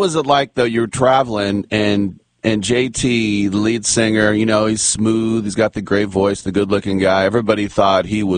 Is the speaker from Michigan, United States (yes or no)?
no; Oakland, California, United States; because I'm from the Oakland area